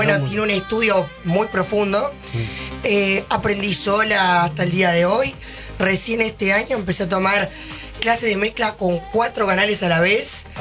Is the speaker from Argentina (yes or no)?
yes; Entre Ríos, Argentina; Bueno, soy entrerri